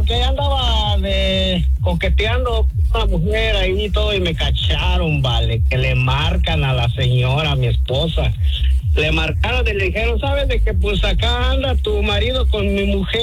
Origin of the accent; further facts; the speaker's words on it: Michoacán, Mexico; Ya desde mi tierra natal, Michoacán, vale.